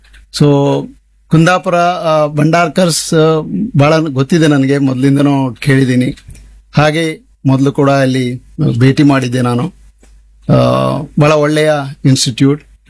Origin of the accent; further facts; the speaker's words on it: Idagunji, Karnataka, India; ನಮ್ದು ಊರು ಇಡಗುಂಜಿ. ವಿದ್ಯಾಭ್ಯಾಸ ಎಲ್ಲ ಕನ್ನಡ ಮೀಡಿಯಂ